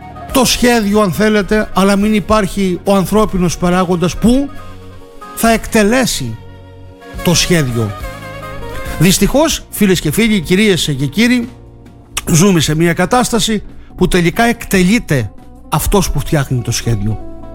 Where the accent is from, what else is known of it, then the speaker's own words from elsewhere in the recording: Crete, Greece; Τι χάνει να είναι το χωριό μου λοιπόν?